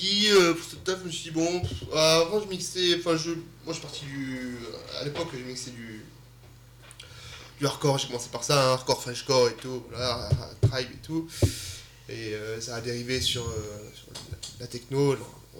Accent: Toulouse, Occitanie, France; moi, je suis de Toulouse, originaire d'ici, hein, Occitanie.

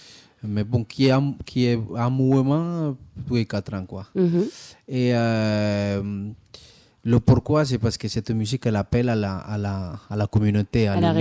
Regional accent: Medellín, Antioquia, Colombia; French is a second language; also born or lived in Cali; Moi, je suis né à Medellín mm-hmm. et j'ai grandi entre Medellín et Cali.

